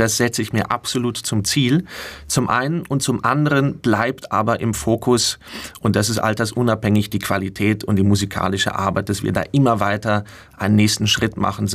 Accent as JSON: {"language": "German", "town": "Hannover", "region": "Lower Saxony", "country": "Germany", "tie": "born or raised there", "said": "das war in der Staatsoper in Hannover, meiner Heimatstadt, wo ich die Zauberflöte gesehen habe."}